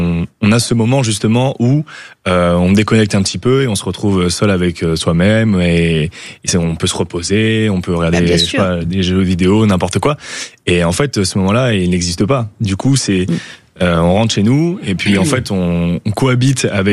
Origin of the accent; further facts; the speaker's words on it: Nice, Provence-Alpes-Côte d'Azur, France; now in Paris, France; Moi, je viens de Nice.